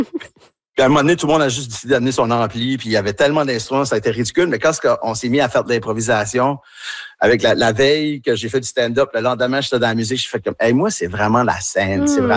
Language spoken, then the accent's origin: French; Tracadie, New Brunswick, Canada; accent: Tracadie